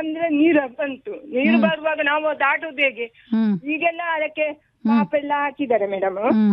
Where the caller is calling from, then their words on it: Puttur, Karnataka, India; ನಾನು ಪುತ್ತೂರಿನಿಂದ … ಮಾತಾಡಿದ್ದೀನಿ.